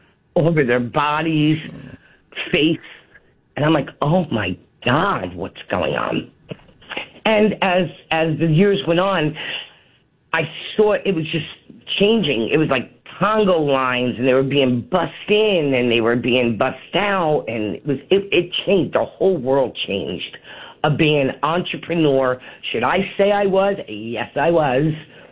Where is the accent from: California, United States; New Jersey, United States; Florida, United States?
New Jersey, United States; I'm from New Jersey.